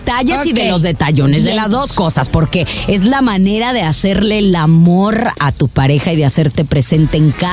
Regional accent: Guadalajara, Jalisco, Mexico; moved away; estas tapatías que importaron desde Guadalajara, Guadalajara, Jalisco, México.

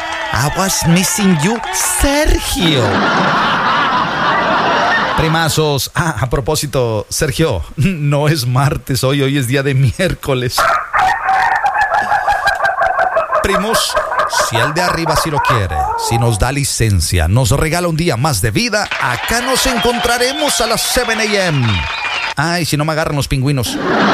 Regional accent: Veracruz, Mexico; Soy jarocho hasta mi hueso izquierdo. Hasta mi hueso izquierdo es jarocho también.

